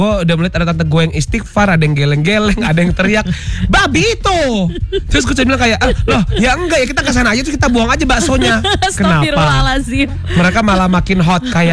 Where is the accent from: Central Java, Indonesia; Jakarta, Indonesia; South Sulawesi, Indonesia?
South Sulawesi, Indonesia; Makassar; karena teman aja yang mungkin belum tahu gue orang Makassar.